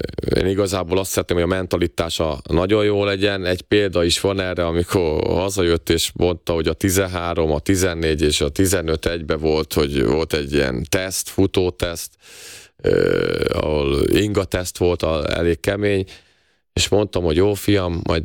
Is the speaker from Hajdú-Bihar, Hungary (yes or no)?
no; Kaposvár, Somogy, Hungary; Kaposváron születtem, és még 12 évesen az volt az álmom, hogy egyszer a Rákócziba játszhassak